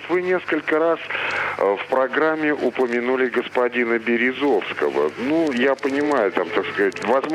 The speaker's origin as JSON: {"language": "Russian", "region": "Moscow", "country": "Russia", "tie": "born or raised there", "also_born_or_lived": "Miami", "said": "Вот я коренной москвич, эстрадный режиссер."}